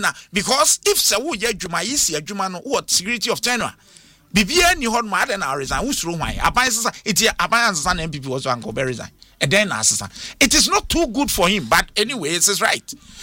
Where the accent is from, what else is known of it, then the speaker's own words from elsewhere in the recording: Ghana; This one, I'm speaking as a Ghanaian.